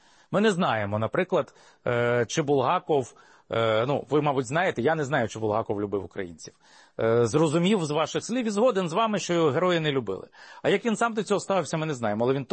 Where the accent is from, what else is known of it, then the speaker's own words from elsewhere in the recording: Lviv, Lviv Oblast, Ukraine; Але ми можемо дуже довго, це я львів'янин, я можу Станіслава Лева згадувати, так?